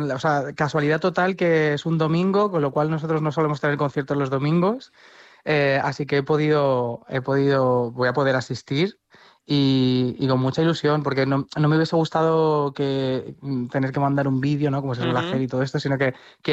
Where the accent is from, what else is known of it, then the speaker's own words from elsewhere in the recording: Talavera de la Reina, Castilla-La Mancha, Spain; moved away; yo soy de Talavera, entonces siempre he estado muy vinculado con Talavera, aunque hace mucho que no vivo allí, pero está toda mi familia allí